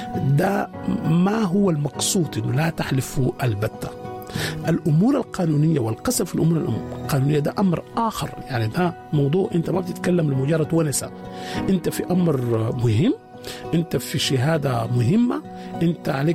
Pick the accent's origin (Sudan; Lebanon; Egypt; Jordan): Sudan; عندنا في السودان،